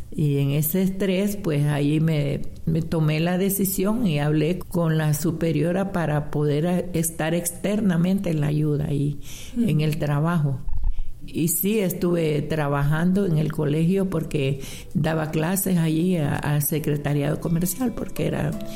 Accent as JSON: {"language": "Spanish", "town": "El Progreso", "region": "Yoro", "country": "Honduras", "tie": "born or raised there"}